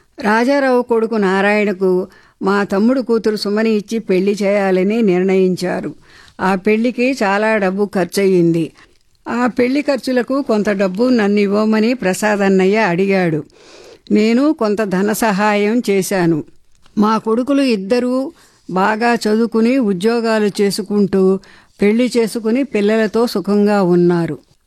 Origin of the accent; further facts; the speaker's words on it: Andhra Pradesh, India; మాది కృష్ణా జిల్లాలోని ఒక పల్లెటూరు. మా నాన్నకు 7 మంది సంతానం, 3 ఆడపిల్లలు, 4 మగపిల్లలు.